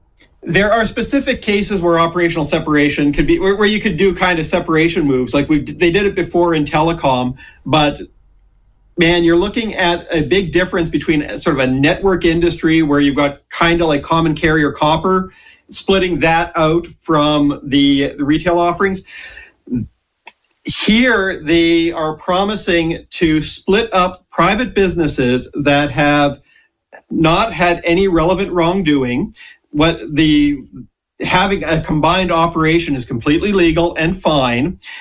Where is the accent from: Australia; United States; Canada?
Canada; hey, I'm Canadian still, that food isn't all that confusing for a New Zealander.